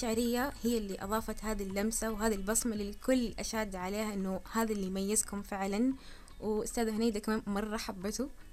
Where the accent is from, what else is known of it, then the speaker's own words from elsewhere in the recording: Medina, Medina Province, Saudi Arabia; انا اول شيء من المدينة